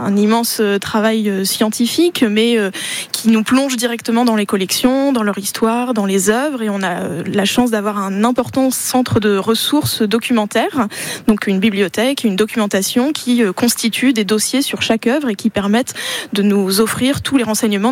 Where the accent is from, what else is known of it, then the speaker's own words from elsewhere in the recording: Normandy, France; also born or lived in Paris; now in Orléans, France; j'arrive de Paris, mais sinon je suis normande.